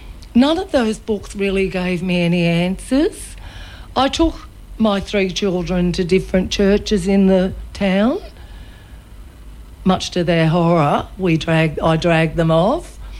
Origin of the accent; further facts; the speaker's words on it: Goulburn, New South Wales, Australia; I grew up in Goulburn in a family of five kids. Not a terribly religious family, but attended Sunday school a lot, went to church a lot.